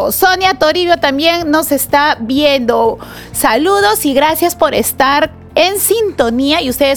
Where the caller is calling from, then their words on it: Nueva Cajamarca, San Martín, Peru; Tengo 61 años. Gracias. Soy de Cajamarca. Nueva Cajamarca.